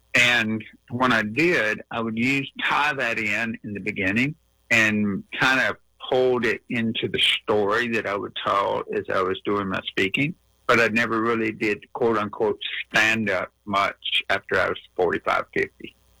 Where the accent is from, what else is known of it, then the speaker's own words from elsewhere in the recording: North Carolina, United States; he was going to open a club in my hometown in Alamance County, North Carolina